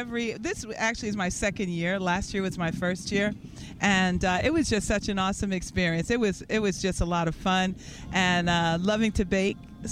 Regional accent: New York City, New York, United States; moved away; I'm from Brooklyn.

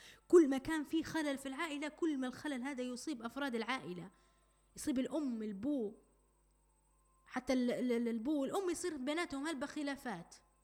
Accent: Libya; accent: Libyan; طاسة شاي بلهجتنا

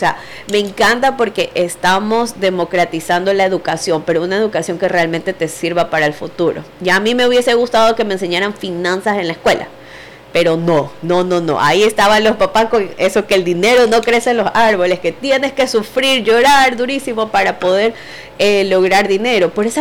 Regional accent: Ecuador; ¿de dónde eres? Yo, de Ecuador.

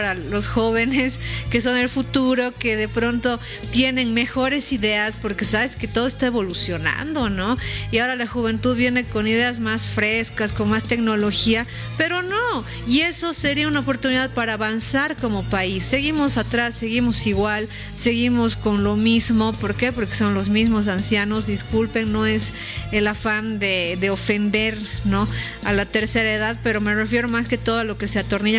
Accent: Bolivia

